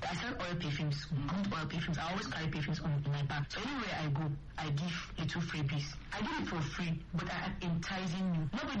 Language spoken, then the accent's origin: English; Kaduna State, Nigeria; I'm from Nigeria, local, a small Nigeria, South Kaduna, one of the minorities. I'm Chawi by tribe.